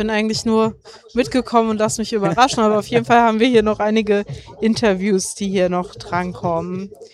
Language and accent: German; Weimar, Thuringia, Germany; ich komme auch aus Weimar